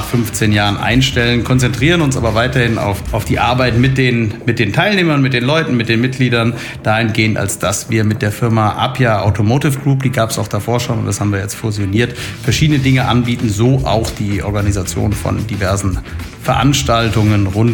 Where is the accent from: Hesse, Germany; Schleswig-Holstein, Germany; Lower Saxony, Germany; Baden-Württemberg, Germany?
Hesse, Germany; Bad Homburg; born there; also born or lived in Northern Germany / Frankfurt; Habe als Dreijähriger an einem Kreisel in Bad Homburg gelebt.